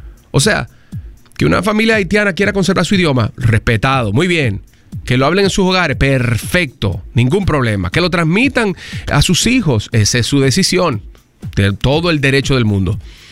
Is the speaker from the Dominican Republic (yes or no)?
yes; Dominican Republic; El español no es simplemente el idioma que nosotros hablamos porque nacimos aquí y es parte de lo que somos.